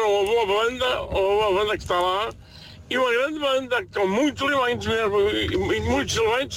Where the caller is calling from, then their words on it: Portugal; aqui na minha aldeia em São Gens, São Gens Fácil.